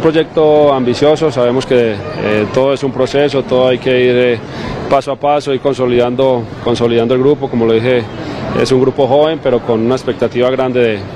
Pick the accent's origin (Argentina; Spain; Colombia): Colombia; moved away as an adult; now in Mexico